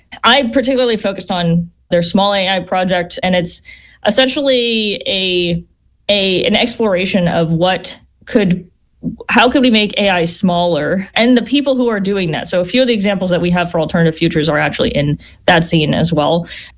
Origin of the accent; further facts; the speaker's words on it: Las Vegas, Nevada, United States; I'm from Las Vegas, by the way.